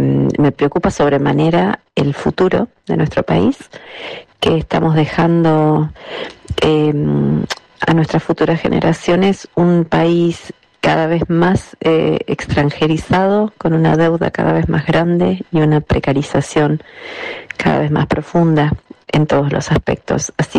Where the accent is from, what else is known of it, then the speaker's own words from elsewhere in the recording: Neuquén, Argentina; soy argentina, nacida y criada en Neuquén.